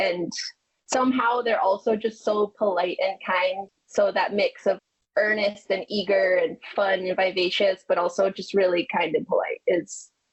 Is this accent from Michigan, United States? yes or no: yes; Michigan, United States; They weren't jumping, but you know, we're from Michigan, so dolphin sightings are, you gotta pay for those.